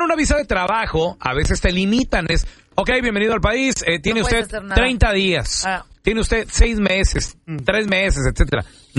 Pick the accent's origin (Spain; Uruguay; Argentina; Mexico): Mexico; No, bueno, pues claro. Yo soy mexicano, o sea, yo